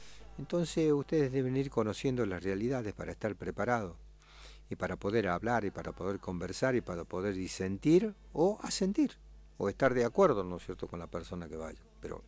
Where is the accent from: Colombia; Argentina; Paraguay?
Argentina; allá en el pueblo, en mi pueblo, en Ballester